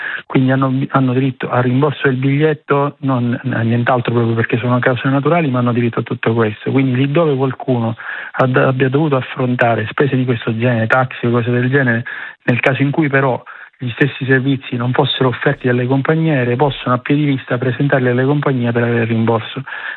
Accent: Sicily, Italy; Rimane il dispiacere da siciliano

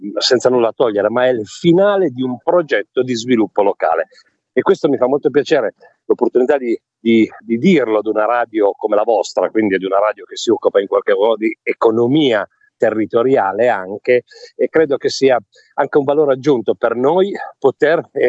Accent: Piedmont, Italy

